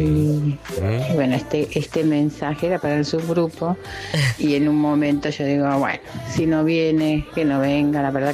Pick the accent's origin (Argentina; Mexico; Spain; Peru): Argentina; Avellaneda, Buenos Aires Province